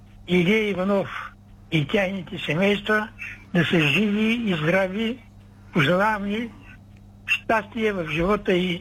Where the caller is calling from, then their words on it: Gotse Delchev, Blagoevgrad Province, Bulgaria; От Гоце Делчев.